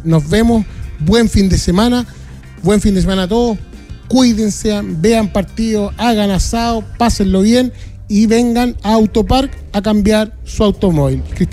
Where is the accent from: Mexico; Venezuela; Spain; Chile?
Chile; yo soy una persona que soy chileno